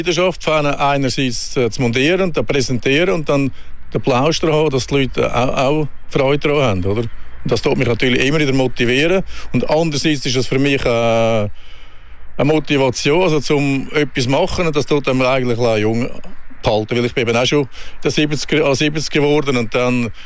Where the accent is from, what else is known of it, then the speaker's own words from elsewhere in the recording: Switzerland; weil als Schweizer ist das natürlich so und so.